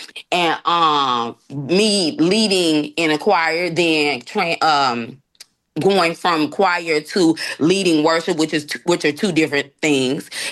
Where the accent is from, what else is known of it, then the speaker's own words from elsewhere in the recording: Chicago, Illinois, United States; I am from Chicago